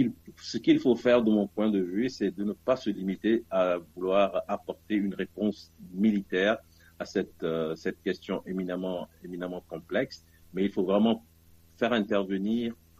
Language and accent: French; Togo; mon pays, le Togo